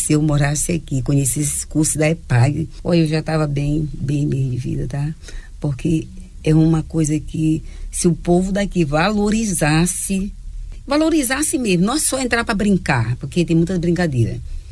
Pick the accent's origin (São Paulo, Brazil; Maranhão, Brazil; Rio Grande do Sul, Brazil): Maranhão, Brazil; São Luís; moved away as an adult; now in Navegantes, Brazil; Eu vim de São Luís do Maranhão, né? Morava no Maranhão, trabalhava lá de cobradora de ônibus, né? Eu decidi vir embora para Santa Catarina.